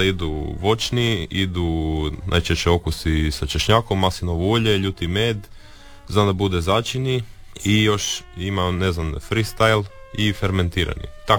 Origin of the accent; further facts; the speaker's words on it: Istria County, Croatia; kod nas u Istri